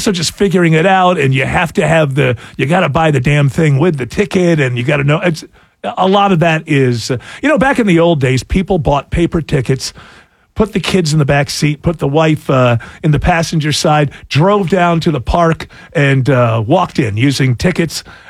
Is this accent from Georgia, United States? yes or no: yes; Roswell, Georgia, United States; I'm an American. I'm proud of that. I'm Georgian. I'm proud of that. I'm Roswell. I'm proud of that.